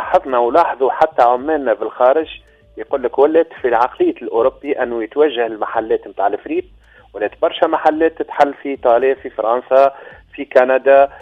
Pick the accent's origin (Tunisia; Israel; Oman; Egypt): Tunisia; نحن في تونس ولا حتى شتاء ما يجيناش شتاء متاع قبلك،